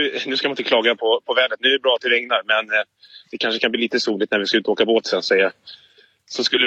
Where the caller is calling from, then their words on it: Sollentuna, Stockholm County, Sweden; Jag kommer från Sollentuna också